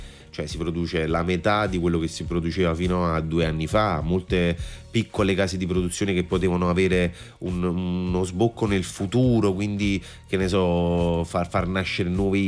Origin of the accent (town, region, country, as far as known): Naples, Campania, Italy